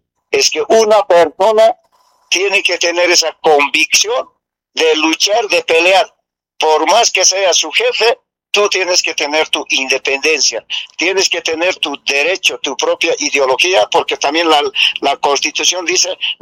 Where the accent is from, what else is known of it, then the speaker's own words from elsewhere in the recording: Arcopongo, La Paz, Bolivia; yo soy de provincia Inquisiva una vez más, de Arcopongo